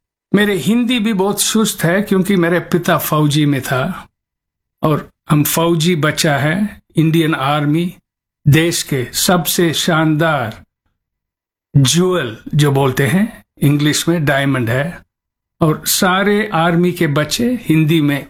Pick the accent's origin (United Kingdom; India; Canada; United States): India; Chennai, Tamil Nadu; I was born in India in an army home. Madras is my hometown, which is present-day Chennai.